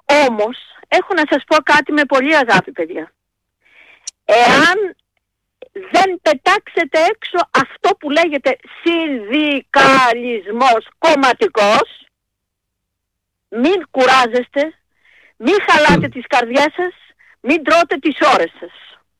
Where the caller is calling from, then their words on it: Western Greece, Greece; Έτσι, είχαμε καπνά. Είχαμε σιτάρια, είχαμε διάφορα. Κατάγομαι από την Ετωλακαρνανία. Ξέρω τη μαύρη ζωή του αγρότη, μην νομίζετε.